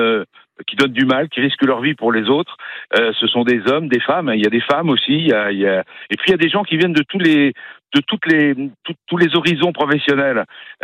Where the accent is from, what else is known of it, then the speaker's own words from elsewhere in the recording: Cossé-le-Vivien, Pays de la Loire, France; On a un fournisseur qui s'appelle Brett Agri à Cossé-le-Vivien, puisque je suis de Cossé.